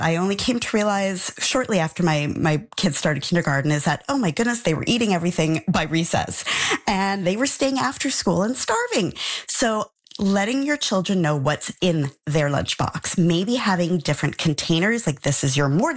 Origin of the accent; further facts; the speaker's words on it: Montreal, Quebec, Canada; I'm from Montreal